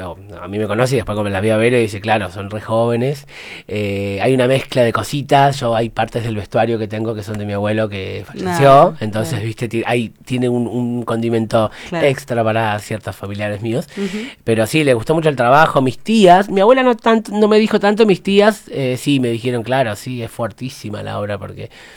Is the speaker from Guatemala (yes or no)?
no; Argentina; Somos todos argentinos, estamos todos en la misma.